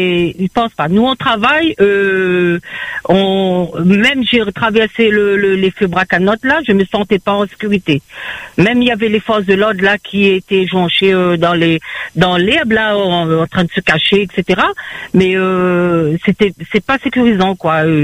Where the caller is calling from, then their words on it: Saint-Benoît, Réunion; moi je suis à Saint-Benoît, au niveau de la Bois-Donnée.